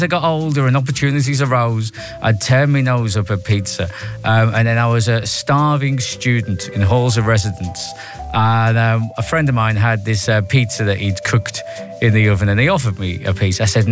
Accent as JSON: {"language": "English", "town": "Liverpool", "region": "North West England", "country": "United Kingdom", "tie": "born or raised there", "said": "36. I'm 49. Growing up in Liverpool in the 80s, it just wasn't something we did."}